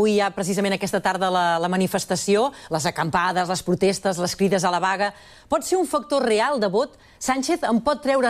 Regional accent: Catalonia, Spain; jo m'introduïa també com a catalana

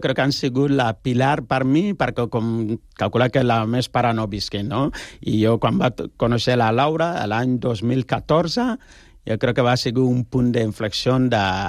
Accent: Ghana; Catalan is a second language; now in Spain; jo soc de Ghana, tu imagina que jo vinc aquí amb un taparrabo o una lanança, això no és així. Entonces, clar, jo si vinc a Catalunya, com mínim, aprendre la llengua catalana

